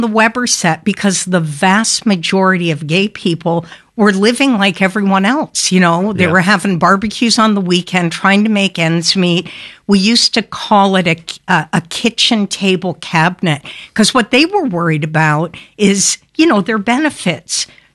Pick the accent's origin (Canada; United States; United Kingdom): Canada; I'm Canadian, so I sprung onto the soil of the earth as a little tiny lesbian.